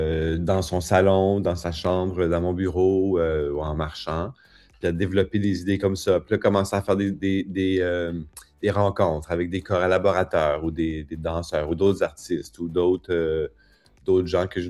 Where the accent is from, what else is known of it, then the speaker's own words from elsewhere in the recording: Saskatchewan, Canada; Puis moi, j'ai grandi dans Saskatchewan, dans une province où il n'y avait pas vraiment un milieu